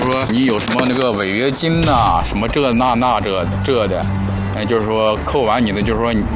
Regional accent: Hebei, China; moved away as an adult; now in Beijing, China; 我是河北人。

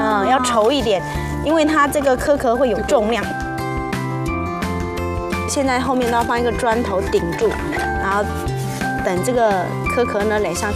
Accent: Quanzhou, Fujian, China

